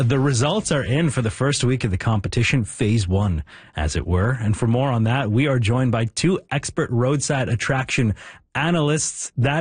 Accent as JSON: {"language": "English", "town": "Vancouver", "region": "British Columbia", "country": "Canada", "tie": "born or raised there", "said": "Born and raised in Vancouver, my folks and my family, we always did the annual trip to the Okanagan to visit my aunt in Peachland."}